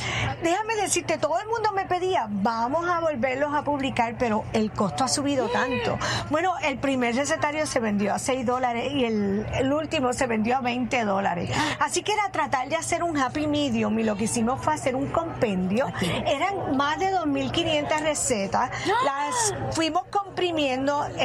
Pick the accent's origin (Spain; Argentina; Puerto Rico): Puerto Rico; also born or lived in Boston